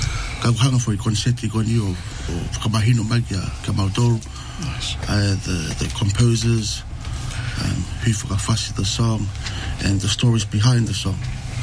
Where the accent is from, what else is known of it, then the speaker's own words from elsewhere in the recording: New Zealand; As for me, growing up in New Zealand, we are surrounded with so many different cultures and influences, and which is great.